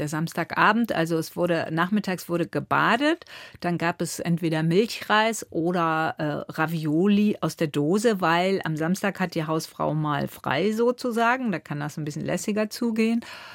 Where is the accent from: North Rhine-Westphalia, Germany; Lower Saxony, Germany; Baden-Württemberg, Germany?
North Rhine-Westphalia, Germany; Cologne; Und die Drogerie war in Köln, Köln-Beckendorf. Wir sind schon in der Großstadt aufgewachsen, aber das sind ja immer diese wunderbaren Ambivalenzen, weil im Grunde genommen war es bei uns wie auf dem Dorf.